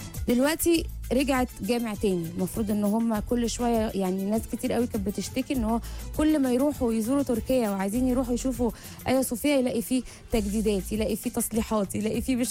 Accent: Egypt; لأن المطبخ التركي عندنا في مصر بيبقى برضو مزودين عليه شوية حاجات كده

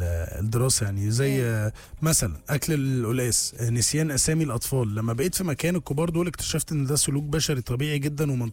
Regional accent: Egypt

